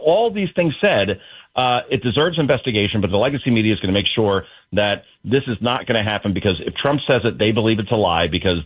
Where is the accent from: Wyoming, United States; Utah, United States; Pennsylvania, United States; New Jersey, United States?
New Jersey, United States; everybody thinks I'm Italian because my name ends in an A and I'm from New Jersey, so therefore I must be Italian.